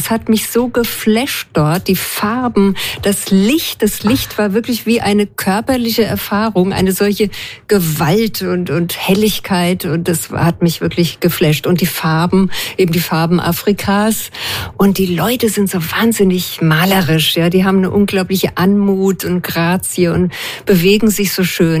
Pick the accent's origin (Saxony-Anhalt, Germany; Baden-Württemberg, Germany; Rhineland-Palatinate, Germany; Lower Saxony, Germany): Rhineland-Palatinate, Germany; Mainz; Und wir sind Mainzer